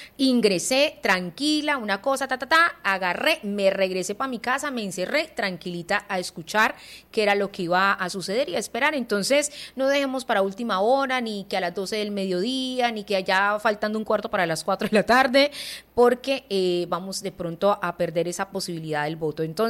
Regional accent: Colombia; como colombianos unidos en oración para que sean las votaciones lo más transparente posible, y que nosotros también como católicos

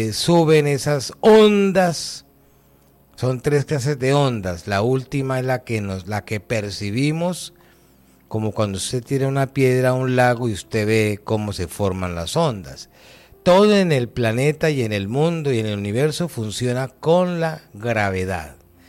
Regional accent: Santander, Colombia; departamento del Santander, de donde yo soy

